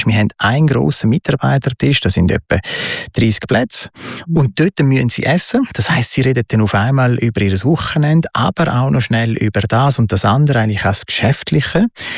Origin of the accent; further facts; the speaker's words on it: Italy; also born or lived in Uster, Switzerland; Und somit bin ich halt zwungenermaßen in Italien aufgewachsen. Und das ist der italienische Einschlag